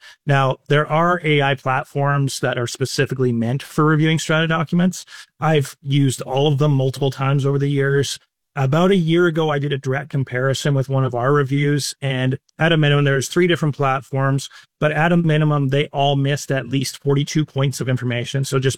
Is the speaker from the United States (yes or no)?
no; Kelowna, British Columbia, Canada; now in Victoria, Canada; I'm based in Victoria, but I travel a lot. I'm from Kelowna originally.